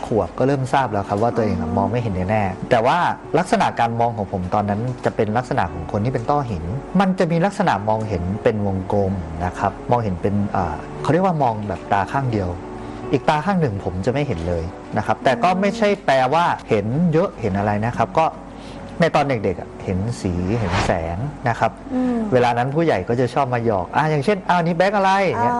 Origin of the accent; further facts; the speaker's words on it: Khon Kaen, Thailand; ผมนะครับเป็นคนจังหวัดขอนแก่น